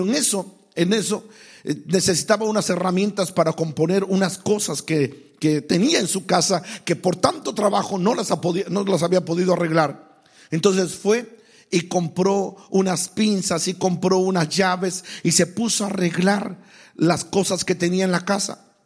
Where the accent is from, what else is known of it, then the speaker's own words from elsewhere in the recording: Mexico; en mi país, en mi México lindo y querido